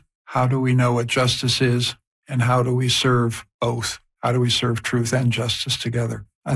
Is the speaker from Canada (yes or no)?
yes; Canada; now in Vienna, Austria